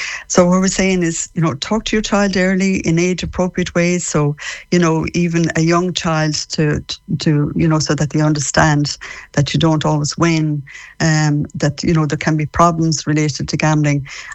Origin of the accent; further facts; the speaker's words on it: Connacht, Ireland; I'm a Mayo woman myself.